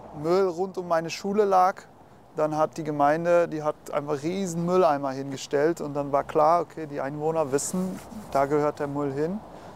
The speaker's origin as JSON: {"language": "German", "country": "Netherlands", "tie": "born or raised there", "moved": "yes", "lives_now": "Berlin, Germany", "said": "Ich komme selber aus Holland. Ich bin in Holland geboren."}